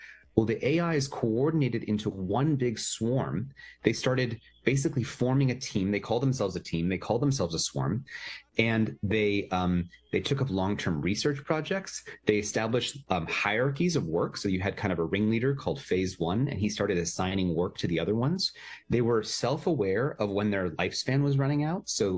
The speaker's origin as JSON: {"language": "English", "region": "California", "country": "United States", "said": "so I'm from Silicon Valley."}